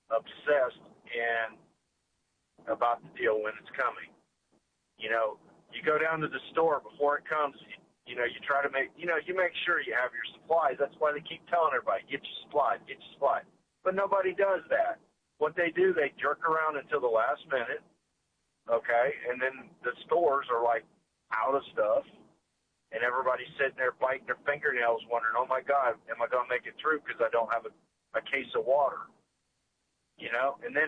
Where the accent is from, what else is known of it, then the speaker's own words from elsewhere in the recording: United States; moved away as an adult; also born or lived in Illinois; And I moved back from Illinois in 2002. And I have went through more hurricanes then than I ever did when I was a kid growing up down here.